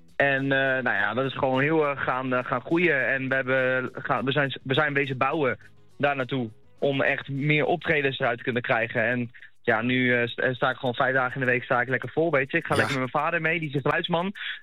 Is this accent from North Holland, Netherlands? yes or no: no; The Hague, South Holland, Netherlands; Ja, zeker. Geboren en getogen. En ik ben daar ook absoluut trots op.